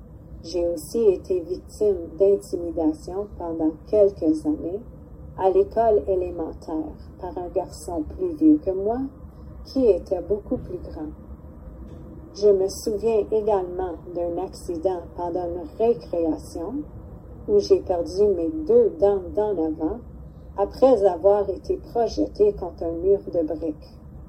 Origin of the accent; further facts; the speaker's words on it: Geraldton, Ontario, Canada; Je suis une fille du Nord. Je suis née à Geraldton et j'y ai grandi.